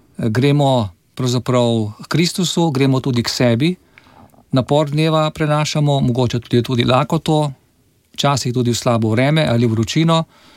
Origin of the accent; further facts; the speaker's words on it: Southeast Slovenia, Slovenia; da sem iz Dolenjske in da veliko vozim ob reki Krki